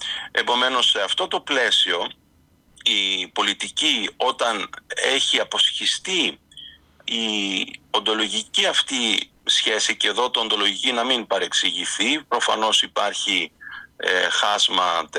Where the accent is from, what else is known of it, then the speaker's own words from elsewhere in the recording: Greece; εμείς ως Έλληνες και ως Ορθόδοξοι